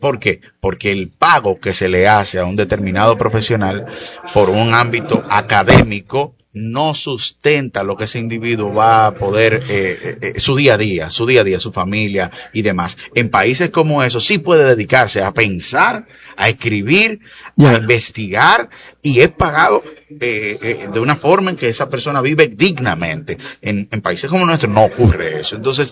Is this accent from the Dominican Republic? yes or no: yes; Moca, Espaillat, Dominican Republic; me vinculé primero a 2 oficinas de mi pueblo natal, que es Moca, y luego de eso entonces paso a fundar mi propio bufete